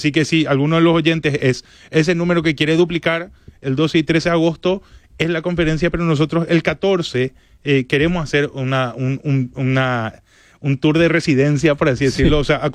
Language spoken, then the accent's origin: Spanish; Paraguay; Si me preguntan a mí como paraguayo en Paraguay, no compraría un piso ni aunque me ponga una escopeta en la frente, ¿verdad?